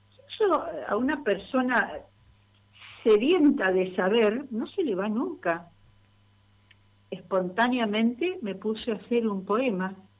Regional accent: Argentina; Yo soy descendiente por completo de inmigrantes, aunque yo soy argentina.

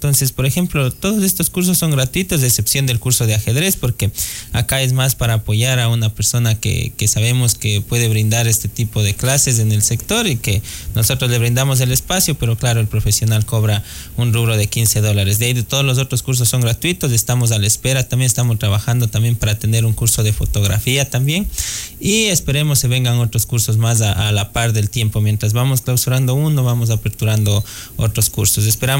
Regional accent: Baños de Agua Santa, Tungurahua, Ecuador; mi pueblo baneño

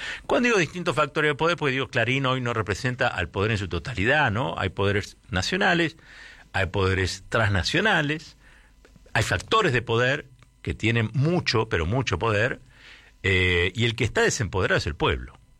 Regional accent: Argentina

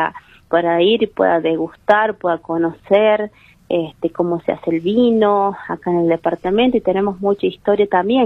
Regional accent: La Rioja, Argentina; Ustedes sabrán que nos caracteriza como riojanos la chaya.

